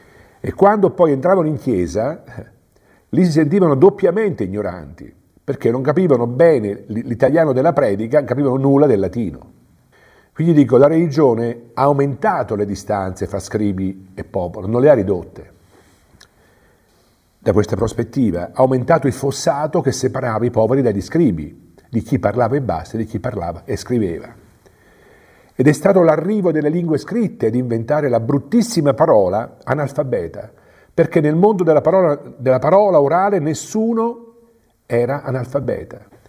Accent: Marche, Italy; Nel mio paesello ascolano, come in quasi tutti i paesi italiani, che oggi si chiamano borghi, una volta si chiamano paesi, perché a noi ci piacciono molto le parole che strane, la gente parlava in dialetto, quasi tutti

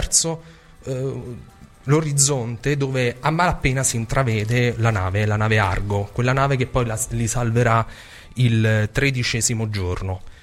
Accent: Abruzzo, Italy; Io sono abruzzese

